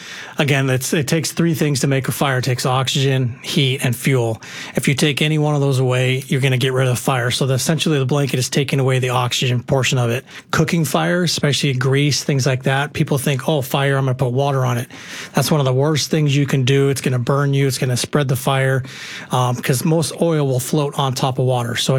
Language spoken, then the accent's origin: English; Phoenix, Arizona, United States; So I'm from here. I'm a native from Arizona, and I remember like Shea Boulevard or Glendale were like as far north as you could possibly go